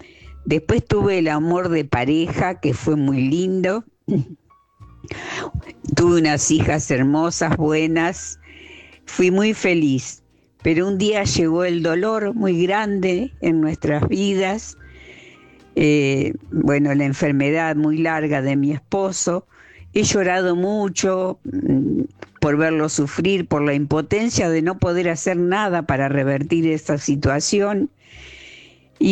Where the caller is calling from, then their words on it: Rosario, Santa Fe, Argentina; de Rosario.